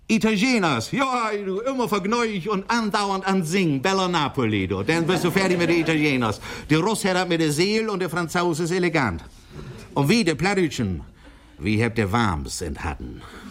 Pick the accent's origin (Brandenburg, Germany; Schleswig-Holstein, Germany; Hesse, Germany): Schleswig-Holstein, Germany; Marne; Wo kommen Sie her? Ich sage, ich komme aus Marne. Dithmarschen.